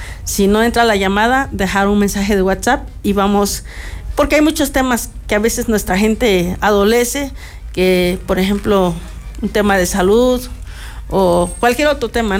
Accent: Oaxaca, Mexico; Así es, como toda oaxaqueña.

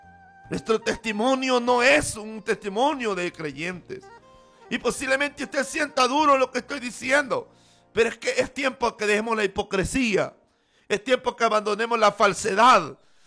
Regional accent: El Salvador

